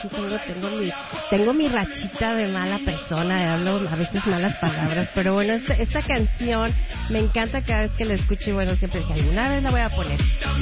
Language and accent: Spanish; Mexico; Sí, pues yo soy de México, claro.